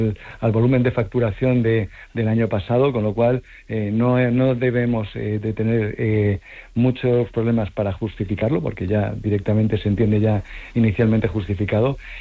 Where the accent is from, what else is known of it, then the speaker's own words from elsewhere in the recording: Madrid, Community of Madrid, Spain; yo soy madrileño